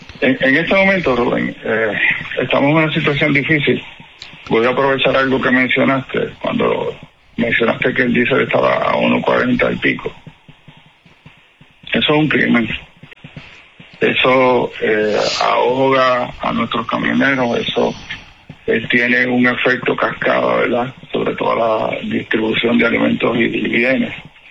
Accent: Puerto Rico

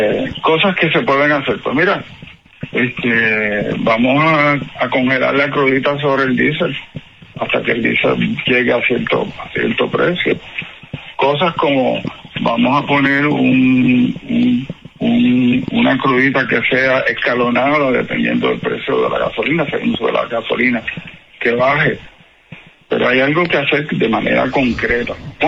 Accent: Puerto Rico; Esa es la mala memoria que tenemos como puertorriqueños.

